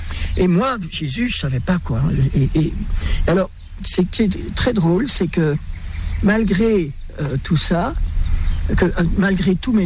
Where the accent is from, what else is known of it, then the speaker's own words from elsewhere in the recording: Kinshasa, DR Congo; born there; Donc, je suis né à Kinshasa, au Congo. Et j'ai été baptisé par un missionnaire quand j'avais 3 jours.